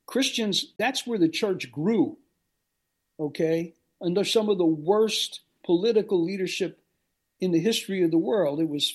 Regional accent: United States; I'm an American.

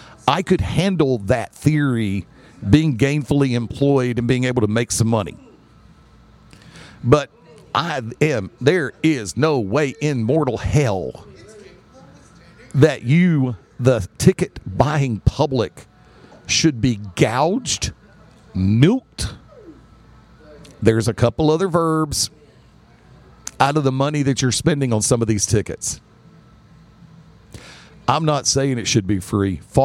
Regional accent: Birmingham, Alabama, United States; now in Pelham, United States; I'm from Birmingham. Now, if I really want to get technical, I will say I am in Pelham.

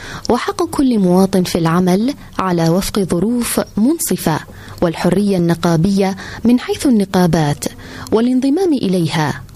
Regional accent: Iraq; في داخل بلدنا العراق.

